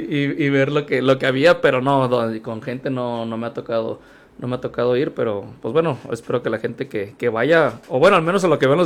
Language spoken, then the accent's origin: Spanish; Mexico; como buenos mexicanos también nosotros ahí